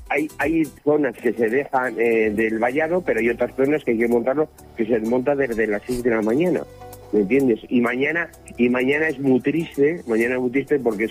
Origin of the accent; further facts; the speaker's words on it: Pamplona, Navarre, Spain; estéis invitados a mi tierra. Los Sanfermines no solamente son 7 días